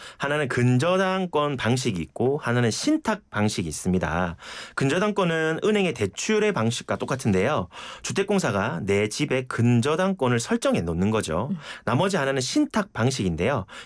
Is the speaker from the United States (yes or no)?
no; Geoje, South Gyeongsang, South Korea; now in Seoul, South Korea; 제 고향이 거제잖아요.